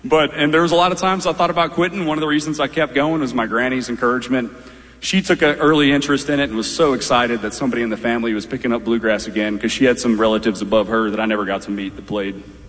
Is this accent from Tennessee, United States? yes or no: yes; Cannon County, Tennessee, United States; I'm from Canton County, Tennessee, which is 40 miles that way, directly into the hills. Somehow I'm the first person from my whole county to play the Opry in over 50 years